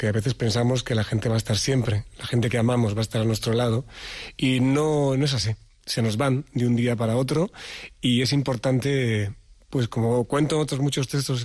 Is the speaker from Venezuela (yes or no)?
no; Montilla, Andalusia, Spain; A mi pueblo, a Montilla, el estreno, quieres decir, ¿no?